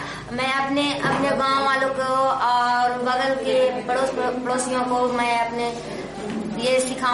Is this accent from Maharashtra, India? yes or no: no; Bihar, India; मैं कुम्हार बिहार से आई हूँ।